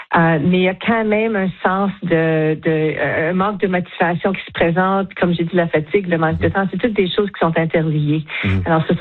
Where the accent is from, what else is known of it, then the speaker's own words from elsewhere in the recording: Canada; en tant que Canadienne